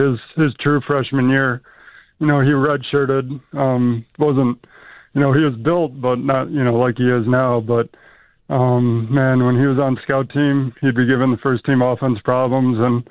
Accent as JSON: {"language": "English", "town": "Buffalo", "region": "New York", "country": "United States", "tie": "born or raised there", "said": "And especially growing up in Buffalo, you know, my first experience, first memories of the Bills were losing Super Bowls and stuff like that."}